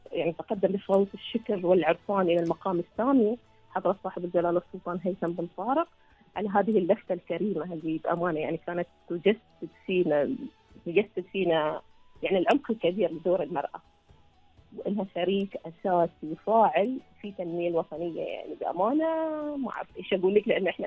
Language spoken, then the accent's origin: Arabic; Oman; أنا لما أطلع ومثل عمان أنا أفتخر إني عمانية